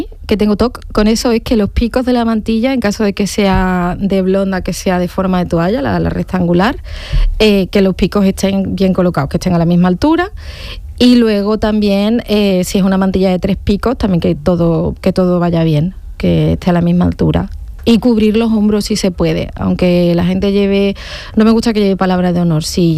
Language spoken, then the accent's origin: Spanish; Santa Ana la Real, Andalusia, Spain; moved away; no estoy en mi pueblo, en Santa Ana la Real